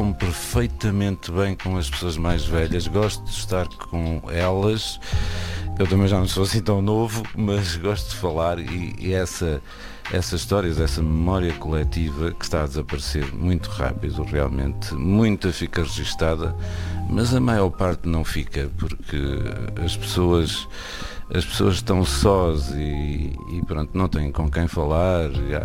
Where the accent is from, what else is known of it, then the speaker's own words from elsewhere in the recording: Vinhais, Norte, Portugal; also born or lived in Braga; eu sou de uma aldeia, eu nasci ainda em casa, nasci em 1971, na casa de cima da minha avó, que eu digo sempre, isto foi transformada em maternidade Alfredo da Costa, na aldeia do Rio de Fornos. É uma aldeia no sopé da Serra da Crua